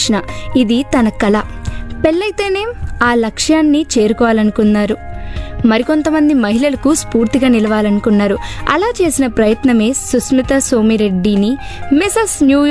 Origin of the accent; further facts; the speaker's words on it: Rajahmundry, Andhra Pradesh, India; also born or lived in Bangalore; మాది రాజమహేంద్రవరం నేనిక్కడే 10 వరకు చదువుకున్నాను తర్వాత నాన్న ఉద్యోగరీత్యా బెంగళూరుకి వెళ్ళాము అక్కడే ఇంటర్ చదివాను అదయ్యాక మళ్ళీ సొంతూరు వచ్చి గైట్ కాలేజ్లో ఇంజనీరింగ్ పూర్తి చేశాను